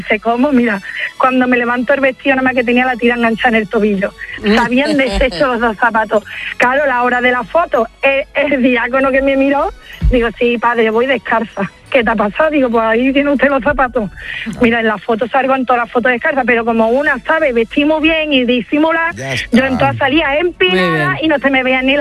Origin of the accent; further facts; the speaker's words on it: Huelva, Andalusia, Spain; Tengo un hermano, mira, nosotros somos de Huelva, pero vamos, medio lepero